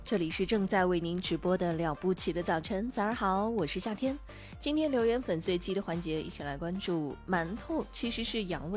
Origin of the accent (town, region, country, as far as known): China